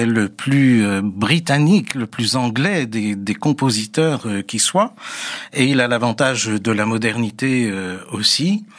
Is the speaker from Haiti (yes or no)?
no; France; chez nous en France.